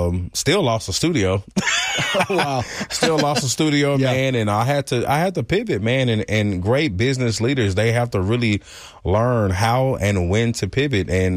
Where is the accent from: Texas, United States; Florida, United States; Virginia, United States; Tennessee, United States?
Texas, United States; Dallas; I am from Dallas, Texas. I'm from Oak Cliff.